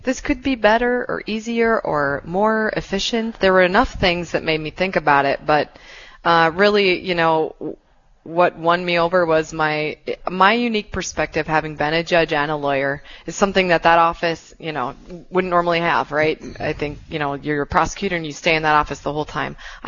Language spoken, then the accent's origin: English; Moorhead, Minnesota, United States; Sure. So I'm born and raised in Moorhead. I'm a Spud. I'm a Dragon. I was in the Minnesota Army National Guard here in Moorhead